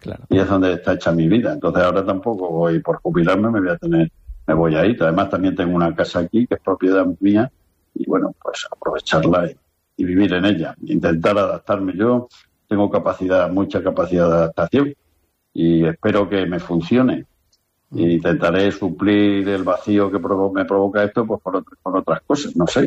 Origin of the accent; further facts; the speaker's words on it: Extremadura, Spain; aunque yo soy de Cáceres y tengo una casa en un pueblo de Cáceres que se llama Casa Tejada, sí, donde eran mis padres y toda mi familia